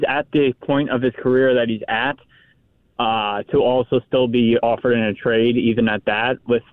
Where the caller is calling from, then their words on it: Boston, Massachusetts, United States